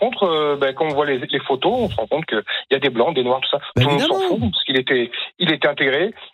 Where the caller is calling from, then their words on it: Saint-Raphaël, Provence-Alpes-Côte d'Azur, France; Non, je suis au bord de la mer, moi. Je suis à Saint-Raphaël.